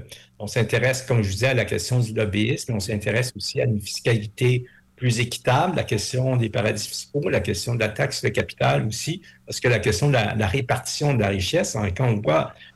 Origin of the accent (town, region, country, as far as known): Quebec, Canada